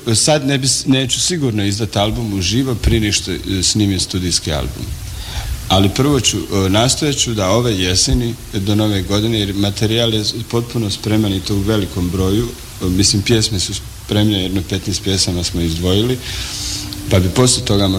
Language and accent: Croatian; Sanski Most, Federation of Bosnia and Herzegovina, Bosnia & Herzegovina; moved away; Ja sam iz Sanskog mosta, samo moji još uvijek žive u Sanskom mostu, ja sam otišao davno, mislim, i žena i djeca su tamo i tako, pustio sam korijene.